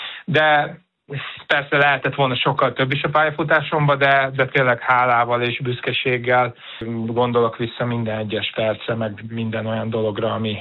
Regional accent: Budapest, Hungary; amikor tényleg az MTK pályán, a Csömri úton, amit felnőttem

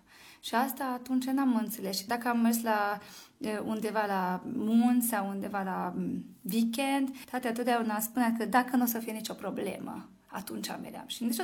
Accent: Micherechi, Békés, Hungary; Eu am copilărit la Micherec, în satul meu natal, în farmacie. Fiindcă noi am stat împreună cu farmacia, așa era casa noastră

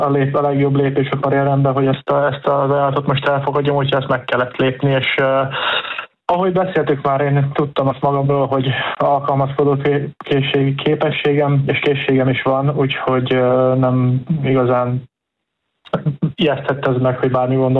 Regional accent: Hungary; magyarok vagyunk

